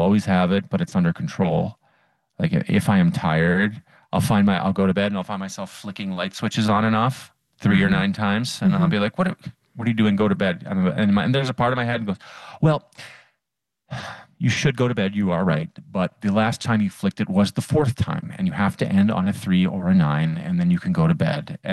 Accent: Ottawa, Ontario, Canada; I opened for Nate Bargatze in Ottawa, my hometown, at the hockey arena in front of 18,000 people.

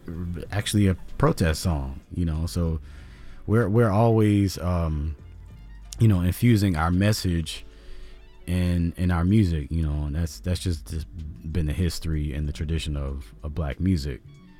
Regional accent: Washington, District of Columbia, United States; So my mother, I grew up in Washington, D.C.

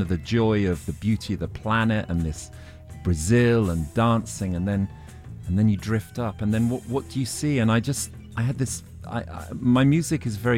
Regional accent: Oxford, South East England, United Kingdom; moved away; I grew up in Oxford

